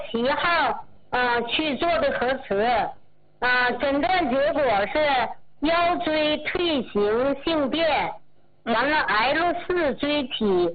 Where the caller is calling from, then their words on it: Changchun, Jilin, China; 我是长春的，今年74岁，一个老太太。